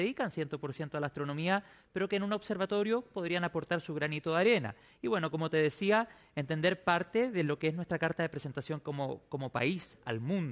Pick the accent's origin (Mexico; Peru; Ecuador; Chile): Chile; es sumamente importante que, como chilenos, dado el potencial astronómico que tiene nuestro país, nos hagamos parte